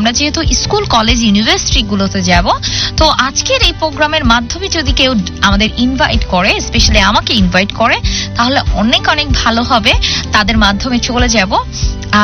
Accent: Noakhali, Chittagong Division, Bangladesh; also born or lived in Khulna; আমরা নোয়াখালীরা যেখানে যাই না কেন সেখানেই বন্ধুত্ব পাই ফেলি

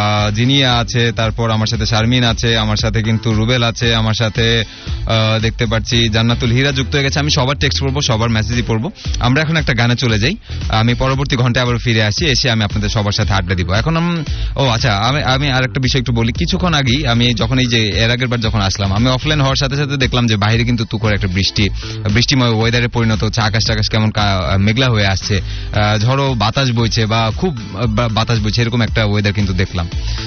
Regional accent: Bangladesh; দিন শেষে আমরা বাংলাদেশি, আমাদের জাতীয়তা একটা আছে, সে আমাদের ন্যাশনালিটি হচ্ছে বাংলাদেশি।

